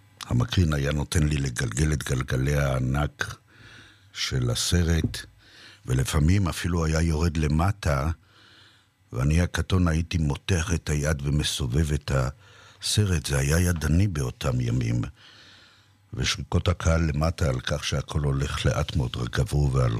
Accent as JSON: {"language": "Hebrew", "town": "Herzliya", "region": "Tel Aviv District", "country": "Israel", "tie": "born or raised there", "said": "נזכרתי בימי ילדותי בהרצליה."}